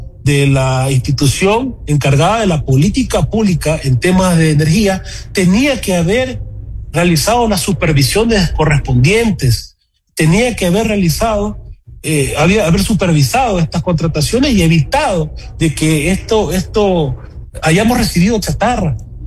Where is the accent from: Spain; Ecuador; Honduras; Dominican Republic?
Ecuador